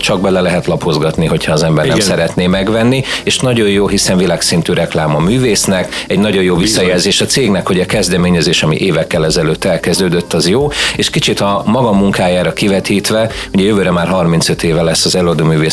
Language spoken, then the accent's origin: Hungarian; Tápiószele, Pest, Hungary; Tápió Szelem, mint szülővárosom, hiszen nekem ez elengedhetetlenül fontos